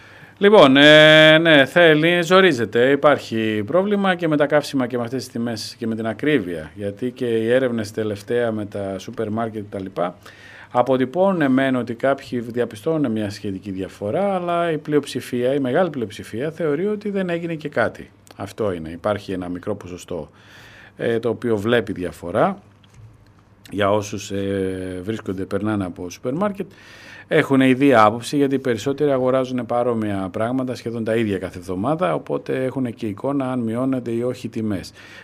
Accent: Greece; σαν Έλληνες

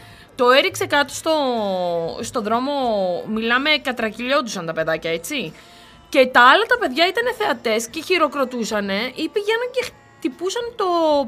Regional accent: Kavala, Eastern Macedonia and Thrace, Greece; Μεγάλωσα στην Καβάλα με το κλειδί στην πόρτα.

